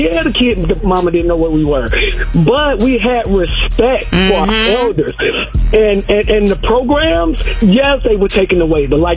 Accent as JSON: {"language": "English", "town": "Chicago", "region": "Illinois", "country": "United States", "tie": "born or raised there", "said": "Born and raised in Chicago."}